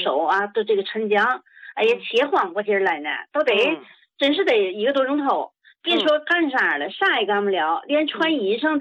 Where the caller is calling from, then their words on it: Hebei, China; 我是河北的，河北